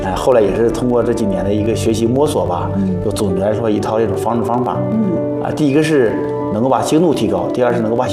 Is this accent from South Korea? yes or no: no; China; 作为中国人，作为这个我们仪器人红旗人